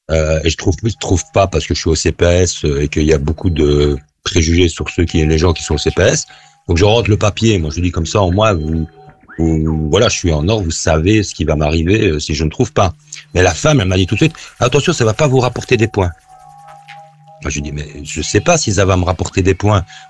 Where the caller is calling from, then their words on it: Belgium; Moi, je suis belge.